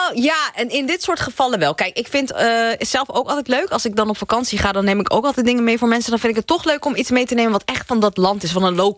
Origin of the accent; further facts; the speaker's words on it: Amsterdam, North Holland, Netherlands; born there; ik ben geboren in Amsterdam. Maar vanuit huis heb ik altijd geleerd van mijn moeder. Thuis spreken we Farsi. En op school mag je Nederlands leren.